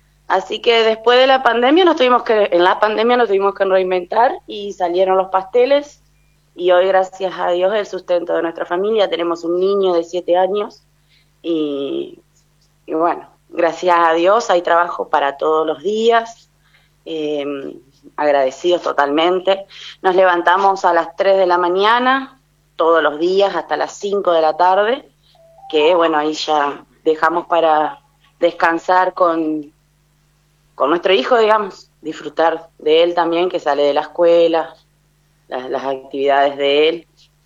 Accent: San Gustavo, Entre Ríos, Argentina; moved away as an adult; now in Chajarí, Argentina; nosotros somos oriundos de San Gustavo, que es un pueblito muy chiquito, 2.000

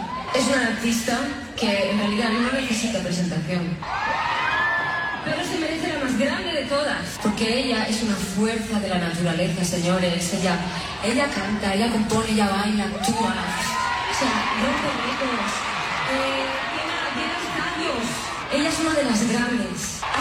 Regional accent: Argentina; Y yo soy una persona muy generosa como buena argentina.

